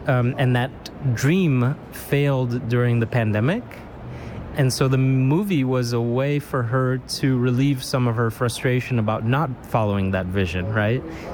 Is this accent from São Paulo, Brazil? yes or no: yes; São Paulo, Brazil; moved away; also born or lived in United States / Europe; I was born in Sao Paulo. It's my city. I have four generations of family here. But I lived in the U.S. for a long time. I lived in Europe.